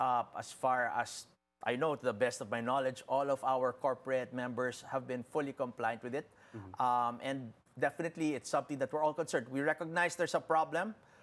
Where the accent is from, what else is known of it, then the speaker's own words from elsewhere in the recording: Philippines; at the end of the day, we're all Filipinos and we're all Filipino companies.